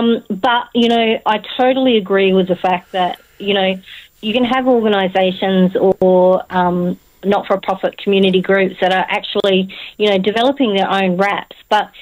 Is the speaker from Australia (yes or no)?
yes; Western Australia, Australia; So I'm from … so we classify ourselves as Mirninga. So we have Minang, which is technically what it is.